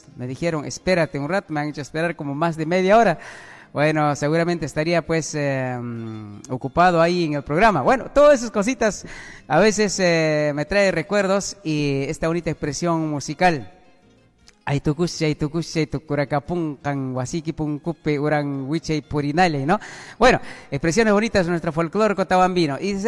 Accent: Apurímac, Peru; now in Lima, Peru

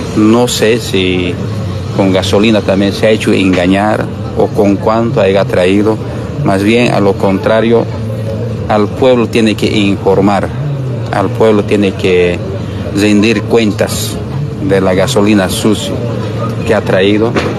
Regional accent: Bolivia; now in Chimoré, Bolivia; Nosotros como pueblo boliviano

